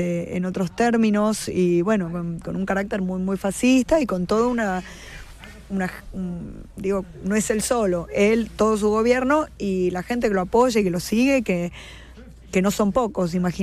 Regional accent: Northwest Argentina, Argentina; born there; Y también tiene otro significado en el norte, donde yo nací

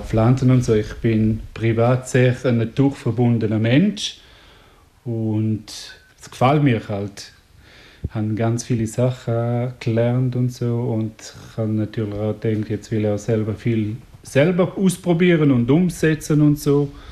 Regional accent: Graubünden, Switzerland; first language Romansh; German is a second language; now in Zürich, Switzerland; Vielleicht merkt man noch, ich bin ein Bündner. Bin in Graubünden aufgewachsen. Meine Muttersprache ist Rätoromanisch. Das ist so. Ja. Bin aber seit knapp 23 Jahre hier in Zürich.

